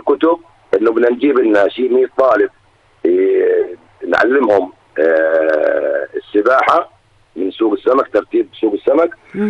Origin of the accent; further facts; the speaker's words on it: Aqaba Governorate, Jordan; يعني عندنا بالعقبة